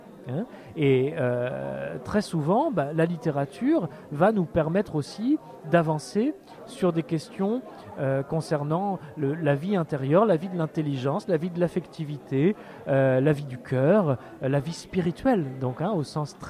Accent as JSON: {"language": "French", "town": "Rennes", "region": "Brittany", "country": "France", "tie": "born there", "also_born_or_lived": "Paris", "moved": "as an adult", "lives_now": "Toulouse, France", "said": "je suis né en Bretagne, à Rennes, et la vie m'a conduit de Rennes à Paris pour mes études de lettres à l'époque, et puis de Paris dans le Midi, la province dominicaine de Toulouse, où je suis entré il y a un peu moins de 20 ans maintenant"}